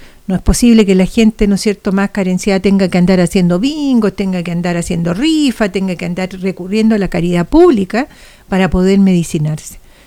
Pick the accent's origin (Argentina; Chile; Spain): Chile